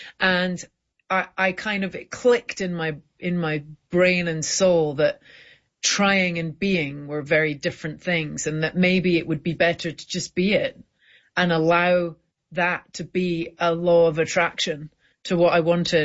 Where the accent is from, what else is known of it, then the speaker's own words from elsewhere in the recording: Scotland, United Kingdom; we were laughing because we're both Scottish Asian. I'm like quarter Chinese.